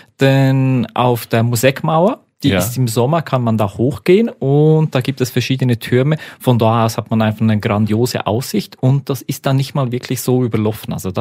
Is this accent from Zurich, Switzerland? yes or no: no; Lucerne, Switzerland; Weil es meine Heimat ist. Ich bin hier aufgewachsen. ich darf hier leben.